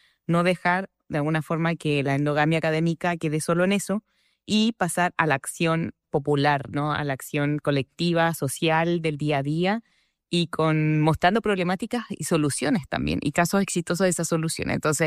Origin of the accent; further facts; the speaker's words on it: Chile; Yo soy de Chile, entonces eso es algo que tengo en la piel, ¿no?